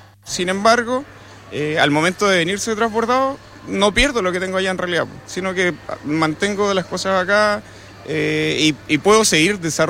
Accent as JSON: {"language": "Spanish", "town": "Iquique", "region": "Tarapacá", "country": "Chile", "moved": "as an adult", "said": "Yo de hecho soy de acá, soy de Iquique."}